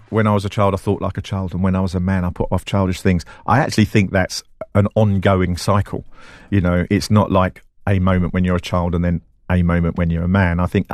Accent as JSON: {"language": "English", "town": "Southend-on-Sea", "region": "East of England", "country": "United Kingdom", "tie": "born or raised there", "also_born_or_lived": "Walthamstow, London", "said": "we moved out into Essex kind of after that. And I grew up, my sort of memorable childhood, if you like, what I can remember, was in Southend-on-Sea in Essex. And that's a real cool, fun place to kind of grow up."}